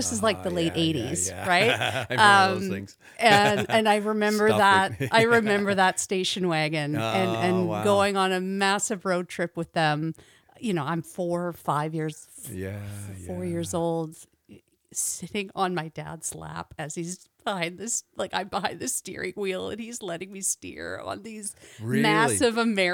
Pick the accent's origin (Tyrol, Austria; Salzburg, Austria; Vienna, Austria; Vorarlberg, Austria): Tyrol, Austria; English is a second language; like I'm a Tiroler model. Like I was born and raised in the Alps of Tirol